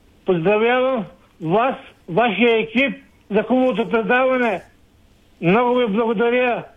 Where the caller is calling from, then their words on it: Petrich, Blagoevgrad Province, Bulgaria; Аз съм от Петрич.